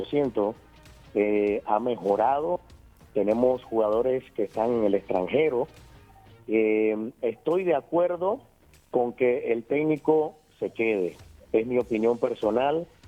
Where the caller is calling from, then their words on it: Panama